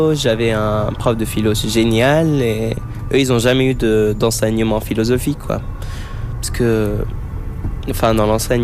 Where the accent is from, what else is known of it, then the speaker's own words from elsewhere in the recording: Egypt; also born or lived in Abu Dhabi; now in Paris, France; J'ai 18 ans, je suis égyptien et c'est ma première année dans une école d'art à Paris.